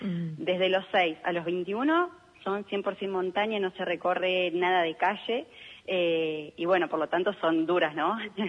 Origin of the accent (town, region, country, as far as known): Ushuaia, Tierra del Fuego, Argentina; born or raised there